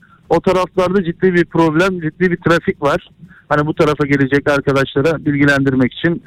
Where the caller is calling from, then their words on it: Istanbul, Turkey; İstanbul'dan Fatih'ten arıyorum … Mustafa Paşa'dayım.